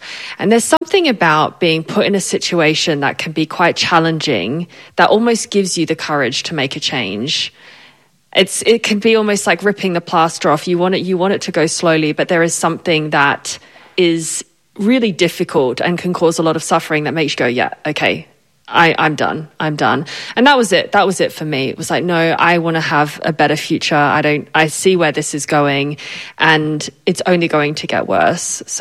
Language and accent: English; Australia; accent: hybrid Australian-British; also born or lived in United Kingdom; now in Switzerland; I am Australian and British, hence the hybrid accent, and currently live in Switzerland.